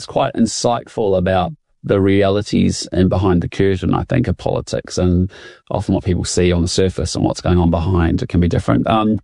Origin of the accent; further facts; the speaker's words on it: Christchurch, Canterbury, New Zealand; You know, I'm a boy from Bishopdale, Christchurch. I got to travel and live all around the world doing incredible things and having a lot of fun along the way.